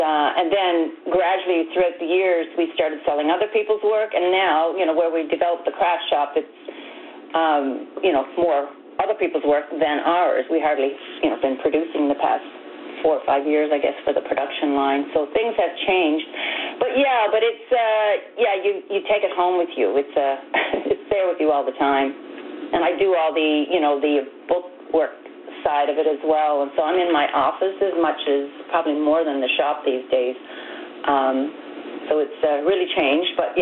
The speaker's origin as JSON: {"language": "English", "town": "King's Point", "region": "Newfoundland and Labrador", "country": "Canada", "tie": "born or raised there", "said": "I'm in my hometown of Kings Point, and in my dad's old service station garage is where I set up."}